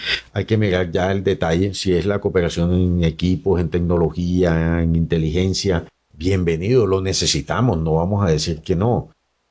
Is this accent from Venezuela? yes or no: no; Santa Marta, Magdalena, Colombia; A ver, yo soy samario.